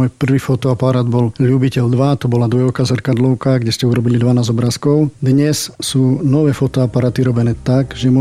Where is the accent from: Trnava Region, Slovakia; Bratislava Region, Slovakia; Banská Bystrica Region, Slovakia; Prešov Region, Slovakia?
Prešov Region, Slovakia; Prešov; Prešov je moje rodné mesto, je tu pekne, páči sa mi tu, prečo by som odchádzal.